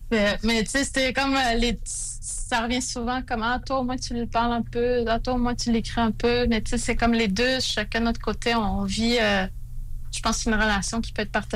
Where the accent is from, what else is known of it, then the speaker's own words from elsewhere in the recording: Pessamit, Quebec, Canada; Je viens de la communauté de Pessamy.